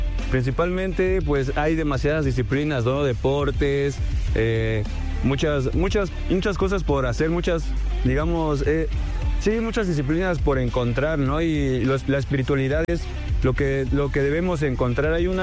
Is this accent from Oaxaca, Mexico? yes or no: yes; Juchitán de Zaragoza, Oaxaca, Mexico; moved away; me inspiré totalmente en el cielo de donde soy, de Cuchitán. Realmente no tenía idea como a qué plasmar y solo me regresé, me acuerdo, fue un fin de semana que me regresé de donde yo soy, de Oaxaca